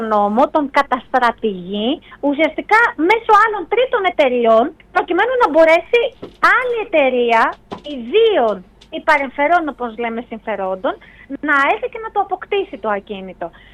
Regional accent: Kefalonia, Ionian Islands, Greece; στο χωριό μου στην Κεφαλονιά

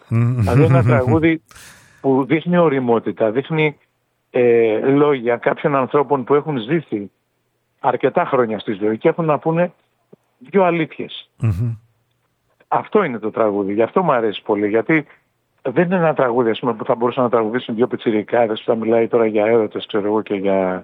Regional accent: Ionian Islands, Greece; Εγώ είμαι από την Κεφαλονιά, ναι.

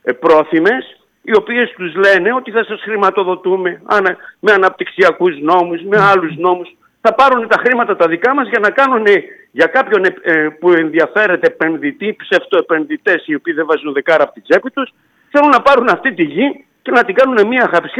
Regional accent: Patras, Western Greece, Greece

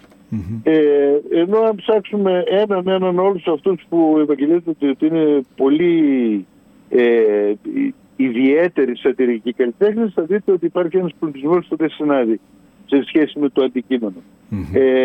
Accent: Serres, Central Macedonia, Greece; Γιατί αν φανταστείς ότι κατάγομαι από τις Σέρες και πρέπει να απολογούμε γιατί είμαι από τις Σέρες.

